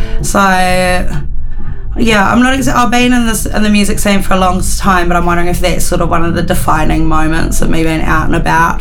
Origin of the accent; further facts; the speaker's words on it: Christchurch, Canterbury, New Zealand; also born or lived in Lincoln, New Zealand; I grew up here in Ototahi. I was born in Lincoln, but I've been raised here in Christchurch.